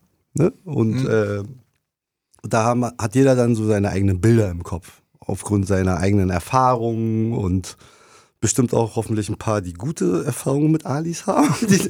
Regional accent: Berlin, Germany; Und das war auch völlig egal damals in Berlin, deine Herkunft. Du warst Berliner, das hat man einem beigebracht.

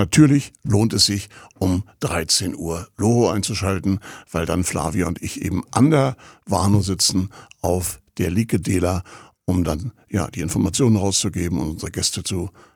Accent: Rostock, Mecklenburg-Vorpommern, Germany; born or raised there

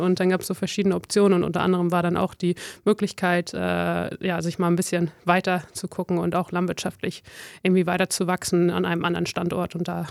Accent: Netherlands; now in Germany

